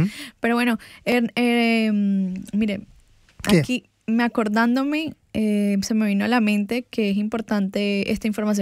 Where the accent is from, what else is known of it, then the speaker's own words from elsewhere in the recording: Colombia; now in Melbourne, Australia; este ritmo musical que nos identifica como colombianos